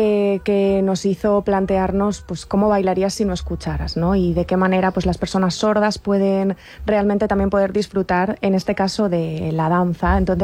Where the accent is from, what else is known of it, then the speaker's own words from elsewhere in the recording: Valencia, Valencian Community, Spain; Yo de aquí, de Valencia.